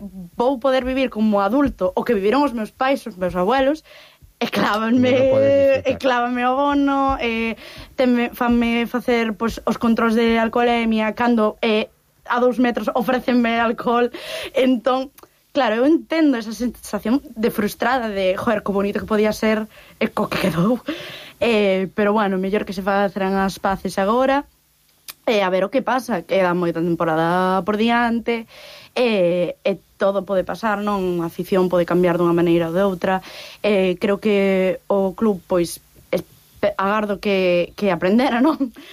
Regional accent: Galicia, Spain; Eu non son desta cidade, vale? Eu son do Barbanza, así que certo que eu de fútbol cero.

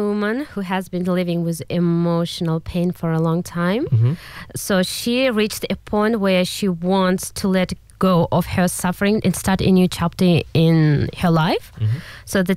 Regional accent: Kazakhstan; So growing up in Kazakhstan gave me a deep appreciation for emotional melodies and storytelling. Our culture has a beautiful traditional music

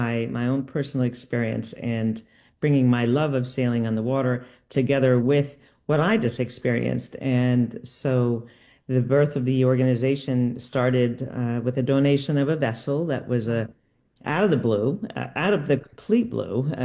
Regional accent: Connecticut, United States; now in Burlington, United States; And, you know, I grew up sailing in Connecticut.

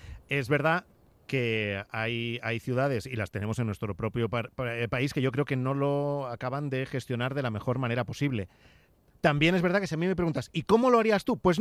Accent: Catalonia, Spain; porque luego hay que equilibrar la comodidad con que yo soy catalán y no...

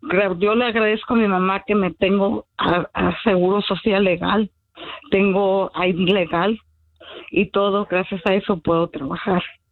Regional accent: Chihuahua, Mexico; Ah, sí tengo la casa, sí sé que soy chihuahuense.

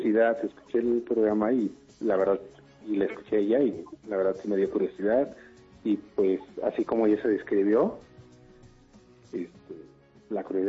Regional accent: Naucalpan, State of Mexico, Mexico; Soy de Naucalpan.

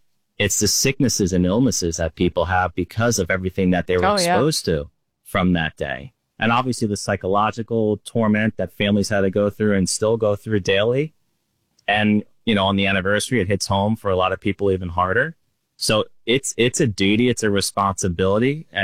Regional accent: Northeast, United States; I mean, even people from where I grew up in the Northeast, if you ever gave like police support, they were getting shunned.

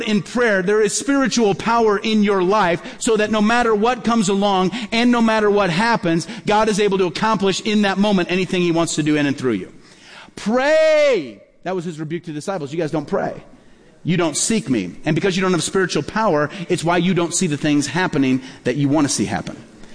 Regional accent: Peoria, Illinois, United States; born or raised there

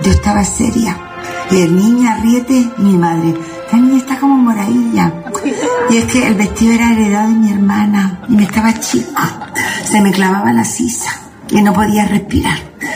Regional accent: Málaga, Andalusia, Spain; Mi madre tuvo el honor y el gusto de parirme en Málaga. Bueno, a mí y a mis hermanos.

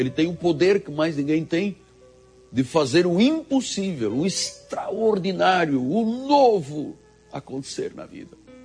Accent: Angola; born there

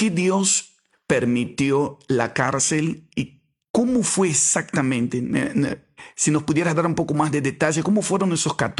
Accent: Brazil; Spanish is a second language; nosotros dos somos brasileños y los dos hablando en español aquí.

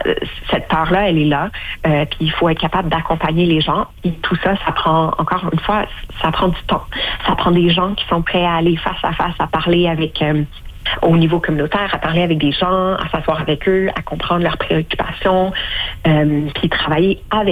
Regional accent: Canada; Donc, pour moi, ça, en tant que Canadienne, ça me choque profondément.

